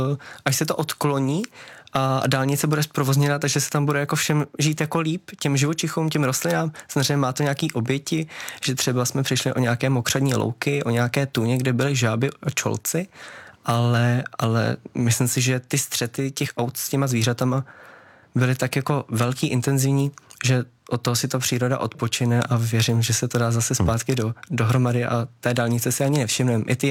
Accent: Královec, Hradec Králové Region, Czechia; born there; jsem se narodil v Královci, tak a nemám vůbec v plánu někam odejít

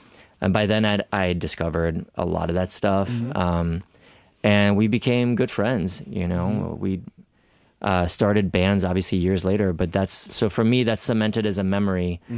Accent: France; also born or lived in South Korea; well, I grew up in France. I lived in South Korea for a long time. My dad was a expat worker there, so I lived there for many years.

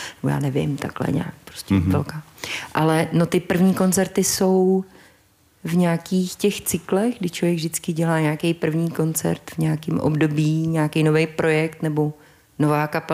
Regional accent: Karlovy Vary, Karlovy Vary Region, Czechia; born there; now in Prague, Czechia; Já jsem bydlela vlastně, narodila jsem se ve Varech a než jsem se přestěhovala do Prahy, tak už mě hudba provázela určitě třeba 3 roky

